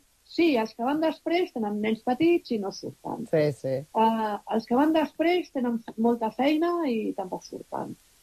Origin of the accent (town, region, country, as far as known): Barcelona, Catalonia, Spain